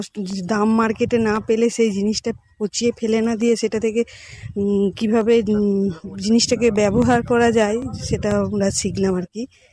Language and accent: Bangla; Khanyan Itachuna, West Bengal, India; আমি খন্ডান ইটাচুনা থেকে আসছি, পান্ডা ব্লক।